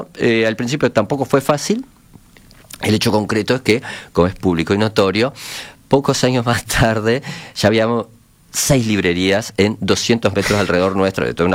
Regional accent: Montevideo, Uruguay; born there

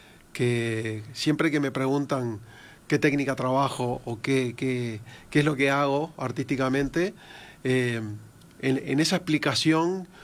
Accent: Uruguay; Y nosotros como uruguayos tenemos eso de que nuestra identidad está muy relacionada con lo que es las olas migratorias, y todos venimos de algunas familias que vienen de otros lados.

